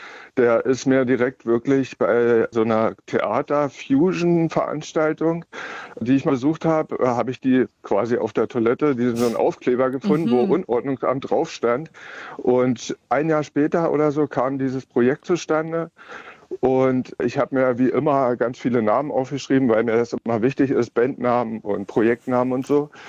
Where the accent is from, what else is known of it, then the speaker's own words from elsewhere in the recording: Kalbe, Saxony-Anhalt, Germany; ich komme aus Kalbe und ich fühle mich hier ziemlich wohl, obwohl es auch Phasen gab, wo ich nach Berlin wollte, als junger Punk damals, so mit 18, 20.